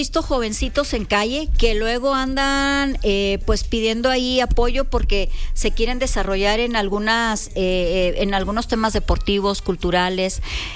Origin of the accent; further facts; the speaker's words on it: Monterrey, Nuevo León, Mexico; a los que somos de Monterrey